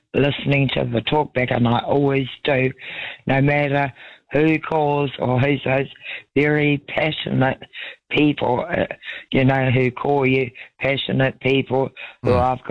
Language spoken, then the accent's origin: English; Gisborne, New Zealand; also born or lived in East Coast; now in Lower Hutt, New Zealand; when I was a young child growing up in Gisborne, we moved from the coast